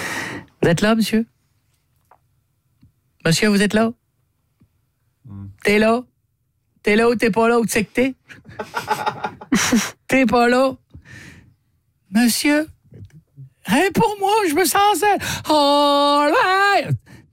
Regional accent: Île-de-France, France; Je viens de Ponto Combo. Je sais pas si vous connaissez, c'est en région parisienne.

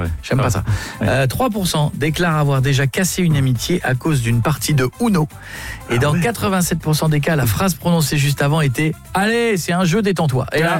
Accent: Marle, Hauts-de-France, France; j'ai grandi à Marle-sur-Serre dans l'Aisne, je peux te dire que j'en ai fait des jeux de cartes.

